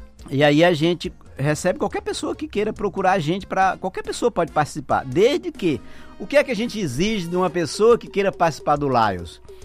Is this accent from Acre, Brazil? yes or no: yes; Rio Branco, Acre, Brazil; Eu sou do Acre, de Rio Branco, né?